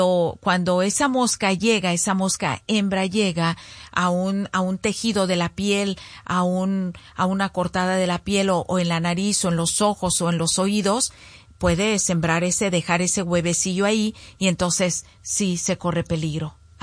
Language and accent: Spanish; Zacualco de Torres, Jalisco, Mexico; como que ando en los bailables allá en el kiosco de allá de mi pueblo, de Zacualco de Torres.